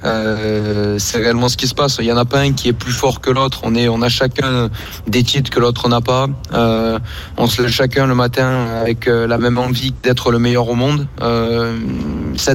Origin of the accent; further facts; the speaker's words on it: Marseille, Provence-Alpes-Côte d'Azur, France; nous sommes originaires de Marseille